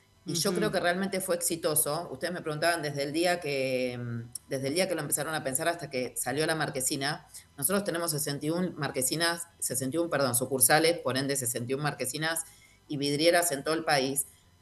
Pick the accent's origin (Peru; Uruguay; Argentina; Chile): Argentina